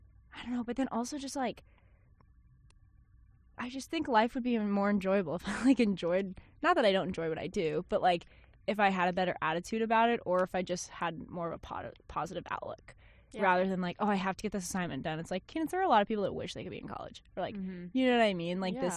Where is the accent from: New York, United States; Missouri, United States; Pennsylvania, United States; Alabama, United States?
Missouri, United States; Liberty; born there; also born or lived in Iowa; Born and raised in Iowa. Moved to Missouri.